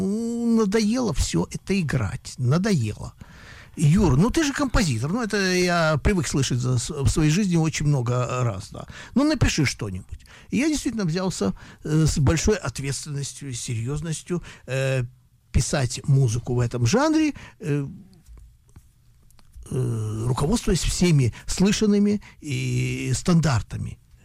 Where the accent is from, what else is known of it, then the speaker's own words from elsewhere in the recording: Odesa, Odesa Oblast, Ukraine; Я жил, да, я жил на уроженец Одессы. В моем слуховом доступе была на радиоволнах вся молдавская и румынская музыка.